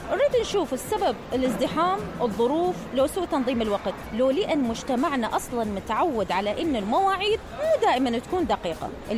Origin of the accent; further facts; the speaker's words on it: Iraq; صار عادة اجتماعية عندنا احنا كعراقيين